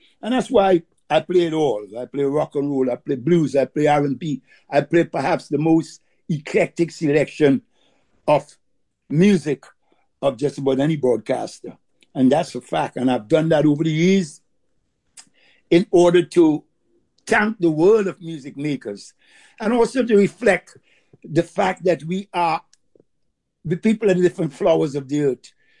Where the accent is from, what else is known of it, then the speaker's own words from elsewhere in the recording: Trinidad & Tobago; I'm from Trinidad.